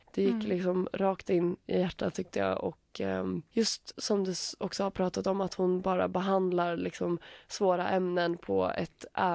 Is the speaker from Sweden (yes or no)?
no; Finland; accent: Finland Swedish; Ursäkta min finlandssvenska.